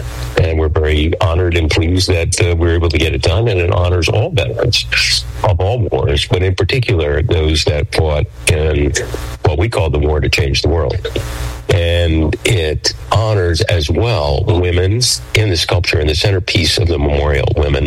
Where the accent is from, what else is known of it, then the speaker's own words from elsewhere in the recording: Maryland, United States; the state of Maryland, which is my home state